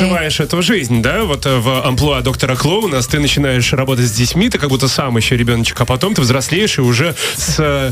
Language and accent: Russian; Ventspils, Latvia; я из Венсполса, я сам из Венсполса